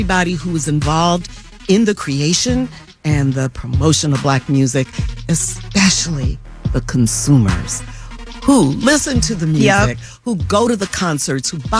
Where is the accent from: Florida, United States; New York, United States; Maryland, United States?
New York, United States; New York City; now in Philadelphia, United States; I grew up in the Bronx and Harlem.